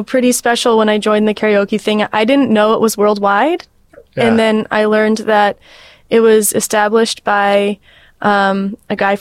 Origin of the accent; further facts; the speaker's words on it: Alaska, United States; I'm from Alaska.